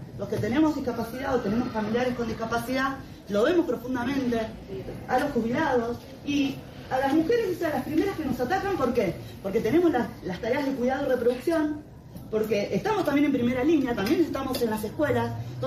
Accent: José C. Paz, Buenos Aires Province, Argentina; yo soy de José C. Paz, soy del conurbano profundo de la provincia de Buenos Aires.

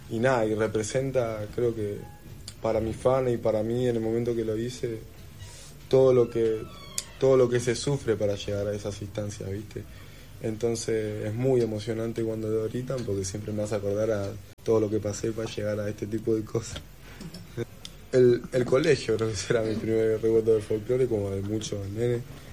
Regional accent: Morón, Buenos Aires Province, Argentina; Y yo salí de San José, de barrio San José, de Morón, como todos mis amigos, como todo mi staff. Con algunos comparto cuadra.

